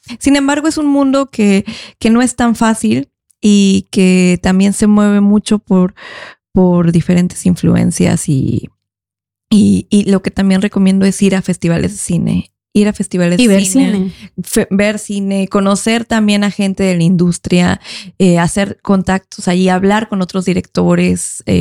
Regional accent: Mexico City, Mexico

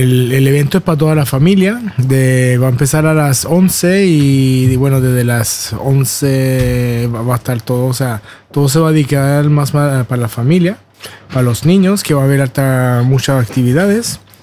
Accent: Chile; moved away; Como yo también soy chileno

